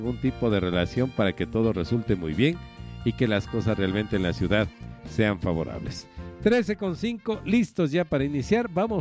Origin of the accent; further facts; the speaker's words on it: Quito, Pichincha, Ecuador; lo que nos pertenece como quiteños y quiteñas y ecuatorianos